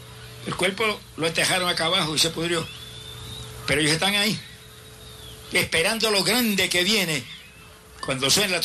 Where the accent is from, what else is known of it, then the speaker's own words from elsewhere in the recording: Camuy, Puerto Rico; me dio el lugar más preparado que había en mi pueblo de Camuy, que la gente no se atrevía ni a entrar ahí.